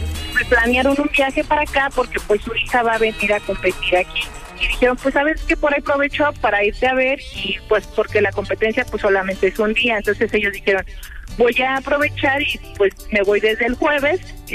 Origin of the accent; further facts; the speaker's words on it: Mexico City, Mexico; now in Guadalajara, Mexico; Yo vengo de México. Me vine a vivir para acá.